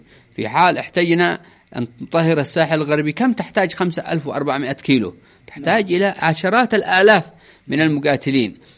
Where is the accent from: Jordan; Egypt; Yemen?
Yemen; إذا كان هؤلاء يحشدون من دول، ماذا نحشد من بلادنا ونحن أبناء اليمن؟